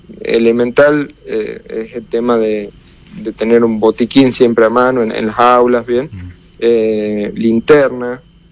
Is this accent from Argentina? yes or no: yes; Tucumán, Argentina; yo no nací ni en San Juan ni en Mendoza, yo soy tucumán.